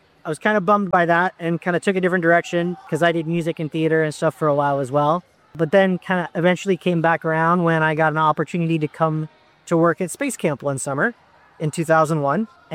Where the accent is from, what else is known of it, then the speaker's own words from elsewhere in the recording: Alabama, United States; born there; also born or lived in Miami, Florida; I was born in Miami, Florida, and grew up there until I was about 9 years old. Then we moved up to North Alabama, community about an hour and a half or so from Huntsville.